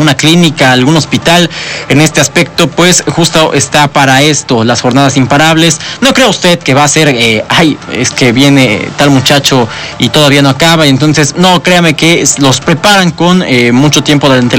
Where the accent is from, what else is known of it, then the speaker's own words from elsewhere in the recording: Puebla, Mexico; ya somos poblanos